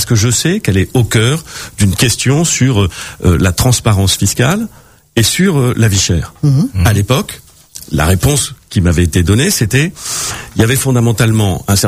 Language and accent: French; Normandy, France; now in Le Havre, France; Chez moi, dans le Pays de Caux, en Normandie, on dit « au plus fort la pouque »